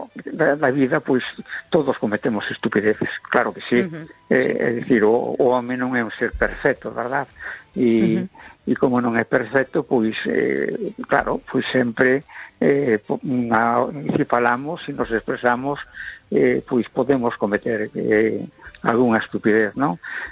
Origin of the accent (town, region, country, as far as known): A Coruña, Galicia, Spain